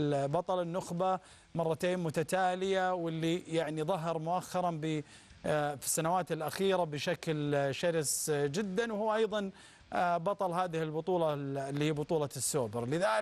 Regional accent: Saudi Arabia; إحنا كسعوديين

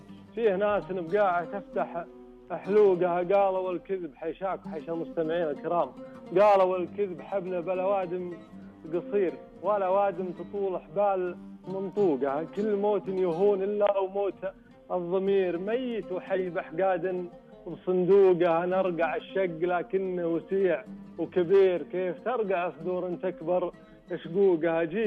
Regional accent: North, Saudi Arabia; حنا عندنا بالشمال طال عمرك فيها تكاتف اجتماعي، وتكاتف اجتماعي موجود بالمملكة كلها الحمد لله

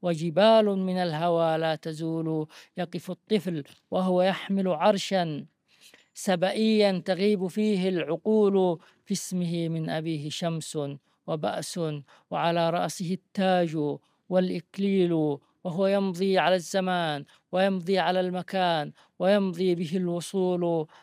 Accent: Yemen; أنا كيمني الانتماء

